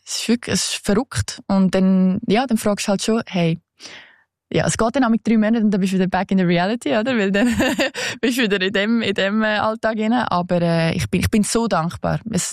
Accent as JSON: {"language": "German", "country": "Switzerland", "moved": "yes", "lives_now": "New York, United States", "said": "wenn du so als Schweizer in den Tee gehst und keine Ahnung hast"}